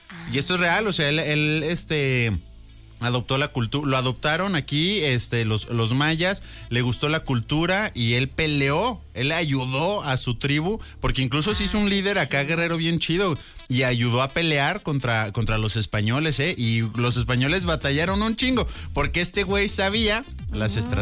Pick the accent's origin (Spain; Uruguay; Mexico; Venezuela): Mexico; siempre somos mexicanos